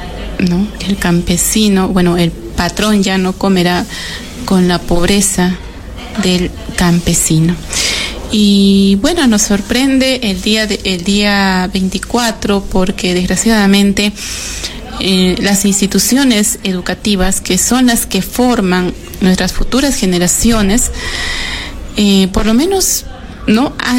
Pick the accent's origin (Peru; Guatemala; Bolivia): Peru